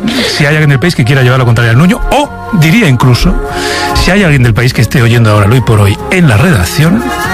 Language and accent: Spanish; Japan; Soy muy japonés.